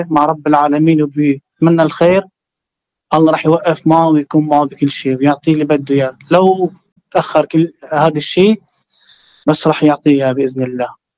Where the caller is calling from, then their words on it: Syria; لأنه هي بدولة الجزائر وأنا من سوريا.